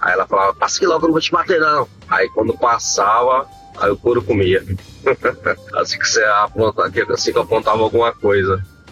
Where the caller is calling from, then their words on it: São Paulo, Brazil; sou aqui da Zona Leste.